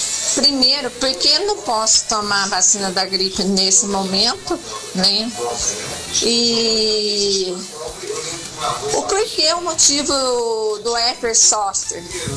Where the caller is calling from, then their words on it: Varginha, Minas Gerais, Brazil; Eu sou de Varginha